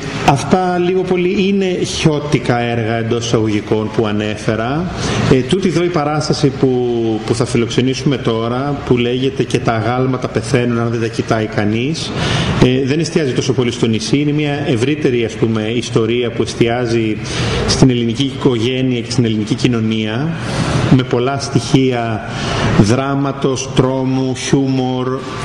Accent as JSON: {"language": "Greek", "area": "Chios", "region": "North Aegean", "country": "Greece", "moved": "yes", "said": "να φέρνω παραστάσεις μου στο νησί μου"}